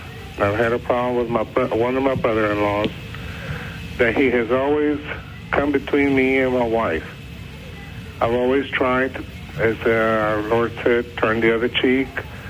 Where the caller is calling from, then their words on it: Texas, United States; I'm calling you from Texas.